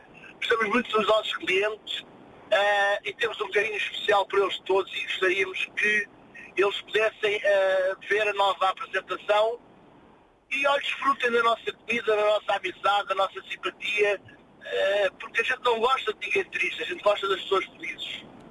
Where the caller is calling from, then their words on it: Portugal; Eu sou português